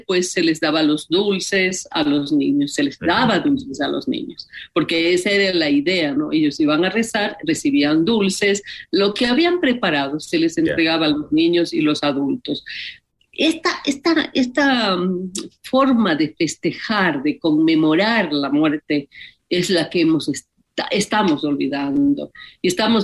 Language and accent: Spanish; Jipijapa, Manabí, Ecuador; born there; El uno de Manabí, de donde somos cinco de nosotros, nacimos en Jipijapa